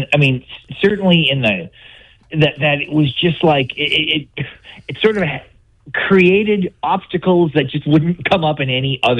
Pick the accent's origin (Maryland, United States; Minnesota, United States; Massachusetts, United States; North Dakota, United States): North Dakota, United States; moved away; also born or lived in Akron; growing up in North Dakota